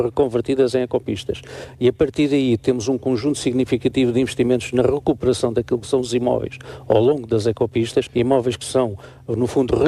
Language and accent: Portuguese; Portugal